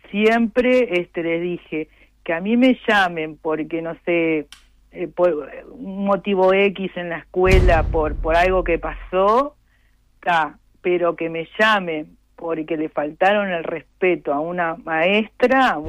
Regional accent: Uruguay; yo me crié, el otro día hablábamos eso con los compañeros, que yo me crié más en Chapada la Antigua, ¿no?

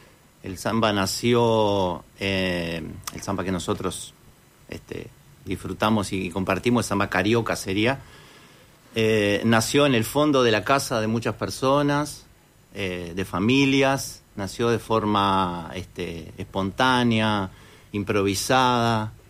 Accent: Uruguay; Yo que, como uruguayo que conozco otros manifestaciones culturales como el candombe, como la murga

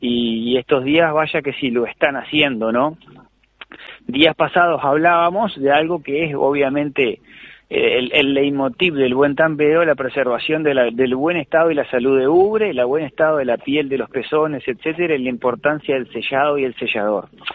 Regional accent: Florida, Uruguay; Yo soy de acá de Florida

